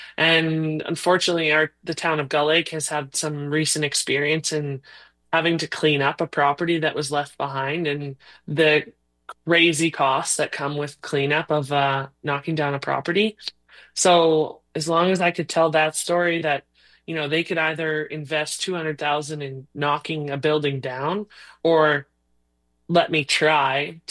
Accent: Hazlet, Saskatchewan, Canada; Hazlett, my hometown community

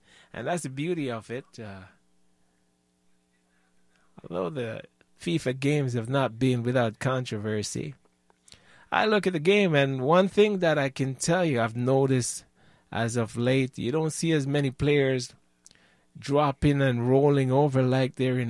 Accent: Hanover, Jamaica; now in Vancouver, Canada; We come from Hanover Town. Yes, West End, man. West End. Right there before you go to Green Island.

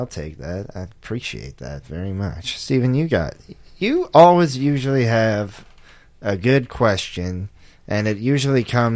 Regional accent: Ontario, Canada; moved away as an adult; now in Vancouver, Canada; I'm from Ontario. They're also from Ontario. I never saw them in Ontario. I saw them when I first moved here in the summer of 2022.

